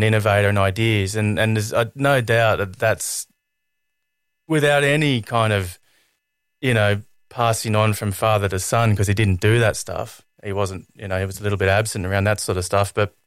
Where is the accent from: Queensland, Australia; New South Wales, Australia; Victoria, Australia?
Queensland, Australia; Gold Coast; So I grew up on the Gold Coast in my younger years and grew up in a pretty unique kind of environment where I didn't live in a normal street in a neighbourhood until I was about 14.